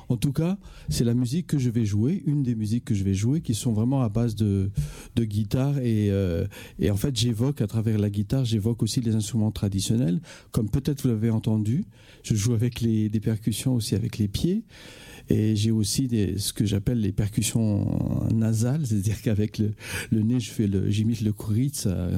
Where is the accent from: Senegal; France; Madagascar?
Madagascar; moved away; moi, je vais parler de mon pays d'origine, Madagascar